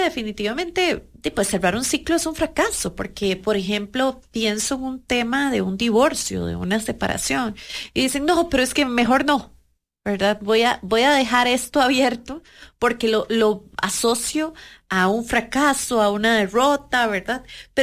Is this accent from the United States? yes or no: no; Costa Rica